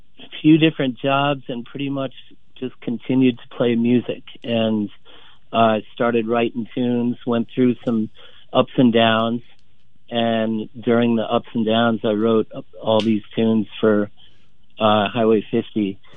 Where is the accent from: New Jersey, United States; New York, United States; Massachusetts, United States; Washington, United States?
Massachusetts, United States; Lowell; born there; moved away; also born or lived in Colorado; And I'm from Massachusetts, actually. I was born in Lowell. And I moved out to Colorado